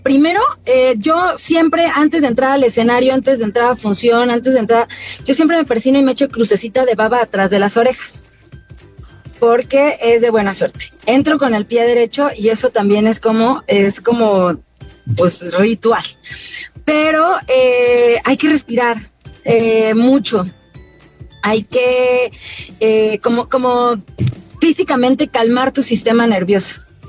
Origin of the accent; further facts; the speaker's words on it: Mexico; así somos las familias de México